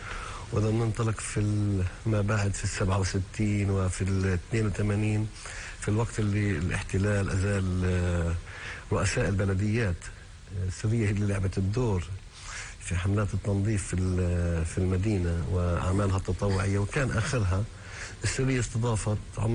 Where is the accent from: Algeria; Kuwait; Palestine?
Palestine; احنا كمجتمع فلسطيني متعودين على هاي الظروف السياسية